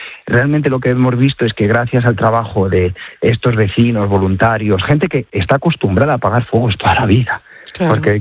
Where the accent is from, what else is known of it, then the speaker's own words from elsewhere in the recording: Las Navas del Marqués, Castile and León, Spain; Pero yo soy de la zona, yo soy de las Naves del Marqués.